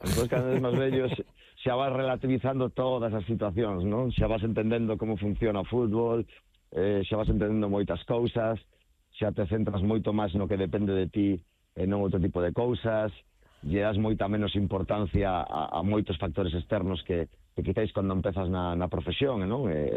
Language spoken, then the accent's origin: Galician; Galicia, Spain; eu que son moi galego, non? Son moi da miña terra